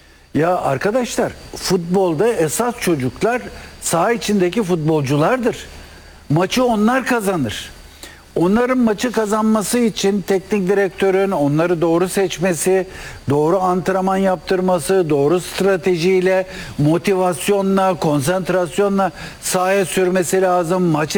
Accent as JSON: {"language": "Turkish", "region": "Bursa", "country": "Turkey", "said": "Ben Bursalıyım."}